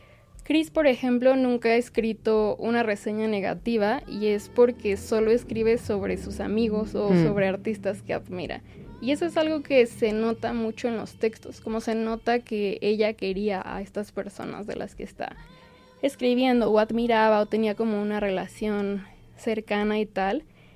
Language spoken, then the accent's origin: Spanish; Guadalajara, Jalisco, Mexico; moved away; soy de Guadalajara, me mudé acá hace un rato